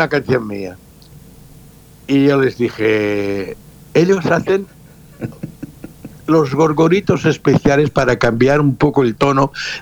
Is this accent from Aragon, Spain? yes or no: no; Catalonia, Spain; no soy gallego, soy catalán.